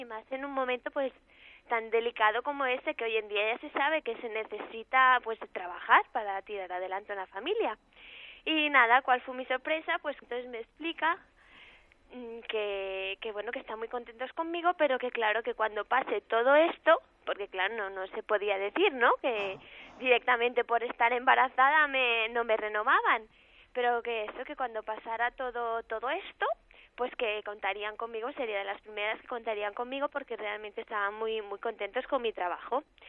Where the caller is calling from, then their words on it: Barcelona, Catalonia, Spain; Llamo desde Barcelona.